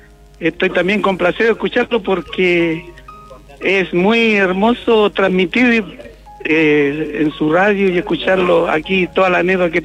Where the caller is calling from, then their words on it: Cabrero, Biobío, Chile; Yo vengo a visitar aquí a Curicó. Estoy directamente aquí en Sarmiento celebrando a mi gente, que yo vengo de la octava región, Biobío, Cabrero.